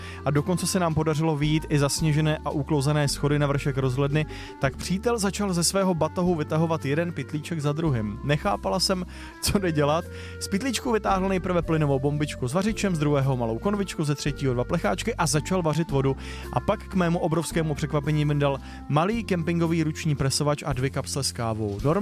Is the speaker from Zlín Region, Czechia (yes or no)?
no; Mariánské Lázně, Karlovy Vary Region, Czechia; tak jsem ho vzala do mého rodného města Mariánských Lázní.